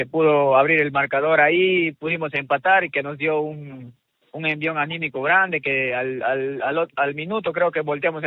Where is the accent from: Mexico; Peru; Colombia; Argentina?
Peru; Pucallpa, Ucayali; en Pucallpa pues estuve con el Sport Loreto de mi tierra